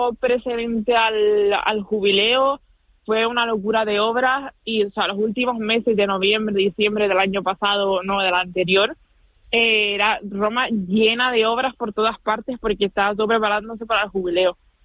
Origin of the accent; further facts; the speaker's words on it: Teror, Canary Islands, Spain; moved away as an adult; now in Rome, Italy; de ir a Teror y decir, estoy aquí tranquila, hablando con todos, en mi pueblo, claro.